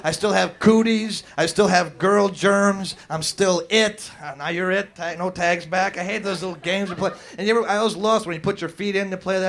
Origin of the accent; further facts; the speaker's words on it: Wisconsin, United States; where I grew up in Wisconsin, we had the worst school lunches in America.